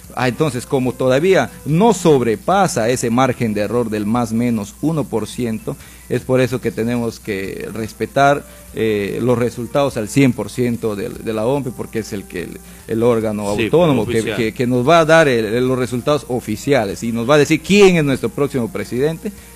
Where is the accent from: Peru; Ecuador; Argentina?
Peru; Como buenos peruanos y patriotas que somos